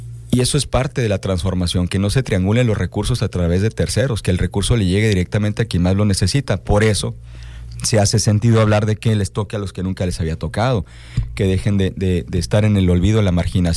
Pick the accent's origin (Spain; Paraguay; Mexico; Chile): Mexico; como mexicanas y como mexicanos